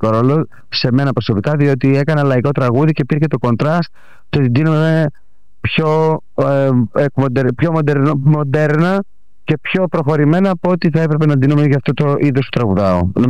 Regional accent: Piraeus, Attica, Greece; born there; Γεννήθηκα στην Πειραιά, η καταγωγή μου είναι από την Κρήτη.

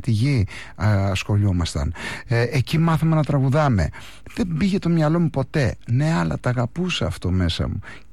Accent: Central Greece, Greece; moved away as an adult; παΐδα μέσα από τη Βιωτία, από ένα χωριό της Βιωτίας, στη Μαυρόγεια. Δεν υπήρχαν ούτε οι γονείς μου ασχολιόντουσαν με τη μουσική. Αγροτάκι ήμουνα μέχρι τα 22 μου χρόνια.

